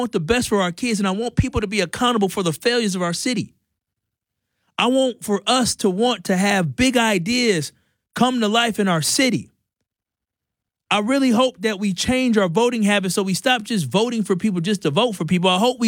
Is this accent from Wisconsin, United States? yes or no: yes; Milwaukee, Wisconsin, United States; I went to Whitefish Bay, born and raised in Milwaukee, but I was a 220 kid.